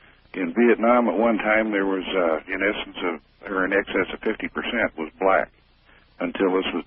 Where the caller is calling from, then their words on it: Des Moines, Iowa, United States; Des Moines, Iowa.